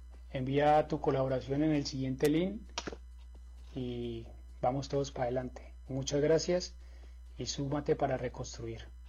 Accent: Colombia; porque somos colombianos, somos resilientes y somos berracos

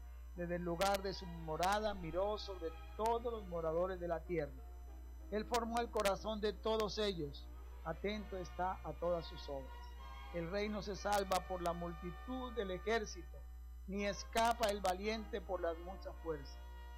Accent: Colombia

